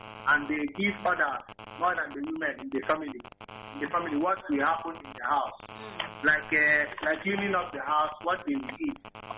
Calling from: Nigeria; I'm calling from Ifedo Dibimodaba.

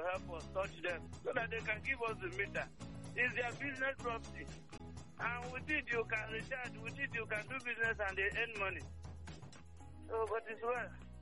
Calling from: Nigeria; My area, I am from Clifford Road in Ezuku area.

